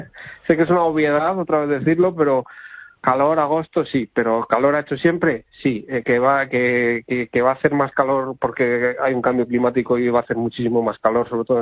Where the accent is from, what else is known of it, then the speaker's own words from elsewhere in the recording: Segovia, Castile and León, Spain; Perico me encantó porque es de mi tierra, de Segovia